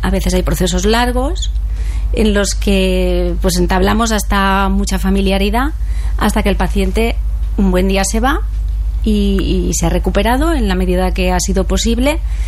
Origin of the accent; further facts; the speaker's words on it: La Vall d'Uixó, Valencian Community, Spain; soy de la Vall